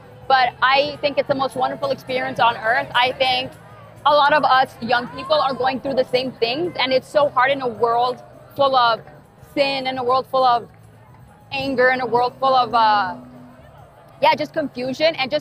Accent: Texas, United States; I'm 21 years old. I'm from United States, specifically Texas.

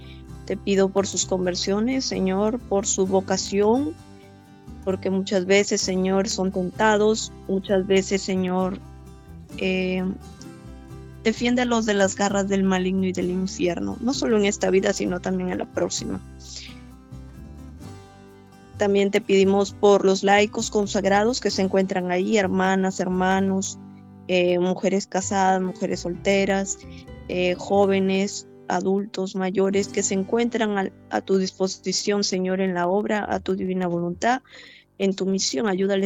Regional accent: Piura, Peru; soy de Piura, Perú

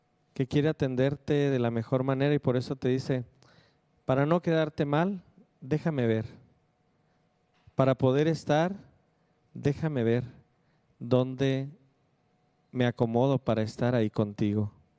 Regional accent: Chihuahua, Mexico; como lo es el caso de la diócesis de Tarahumara, de Chihuahua, de donde vengo

